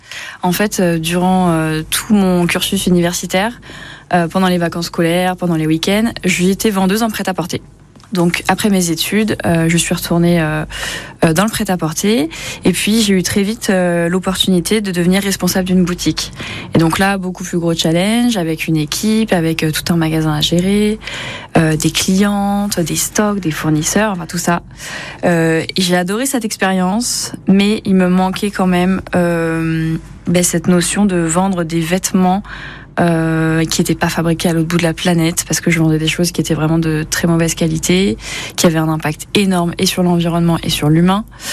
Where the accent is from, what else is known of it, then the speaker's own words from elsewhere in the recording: Saint-Malo, Brittany, France; Je suis originaire de Bretagne. De Saint-Malo plus précisément.